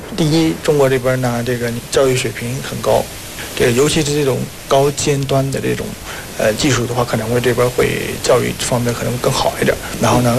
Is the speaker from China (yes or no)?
no; Myanmar; Chinese is a second language; 那种的话，我们缅甸人看着就会感觉哇，这个很好。